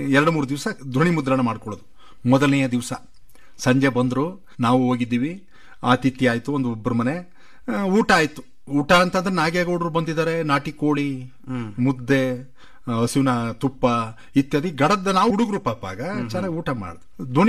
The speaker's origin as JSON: {"language": "Kannada", "area": "Mandya", "region": "Karnataka", "country": "India"}